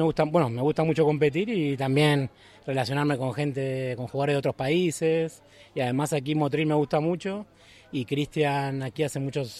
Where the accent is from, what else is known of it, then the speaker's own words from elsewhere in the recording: Buenos Aires, Argentina; now in Ireland; el viernes viajo a Argentina, a Buenos Aires, a mi tierra